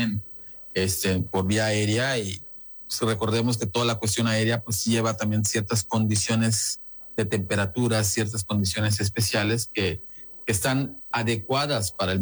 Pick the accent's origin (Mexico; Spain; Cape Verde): Mexico; nosotros como mexicanos consumidores